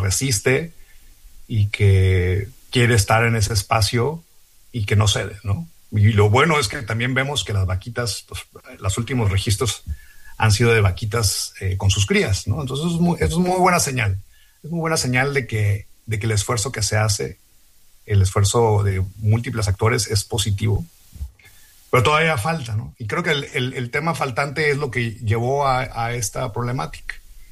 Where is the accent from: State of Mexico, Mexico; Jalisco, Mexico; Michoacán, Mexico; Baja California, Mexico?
Baja California, Mexico; Mexicali; born there; en el municipio de Mexicali, donde yo nací